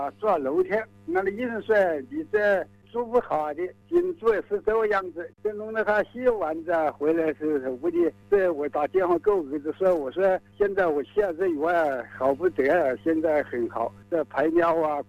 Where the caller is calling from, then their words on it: Xiantao, Hubei, China; 我是仙桃市毛泽镇。